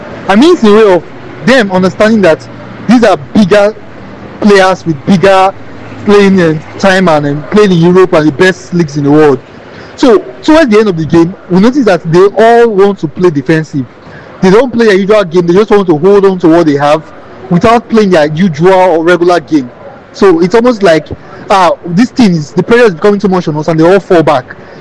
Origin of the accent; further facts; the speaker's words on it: Sulawesi, Indonesia; Okay, ladies … from Sulawesi here.